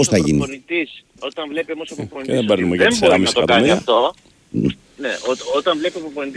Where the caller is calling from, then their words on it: Peristeri, Attica, Greece; είμαι από το Περιστέρι.